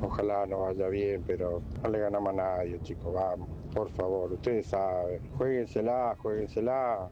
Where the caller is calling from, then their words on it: Bahía Blanca, Buenos Aires Province, Argentina; de Bahía Blanca.